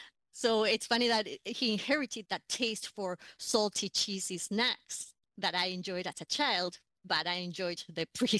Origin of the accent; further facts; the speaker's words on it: Argentina; now in Florida, United States; I'm originally from Argentina, and I currently live in Florida, USA.